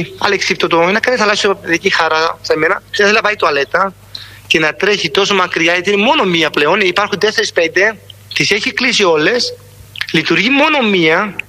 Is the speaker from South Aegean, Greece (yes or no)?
yes; Stegna, South Aegean, Greece; Με τον μπαμπά μεγάλωσα στα Στεγνά.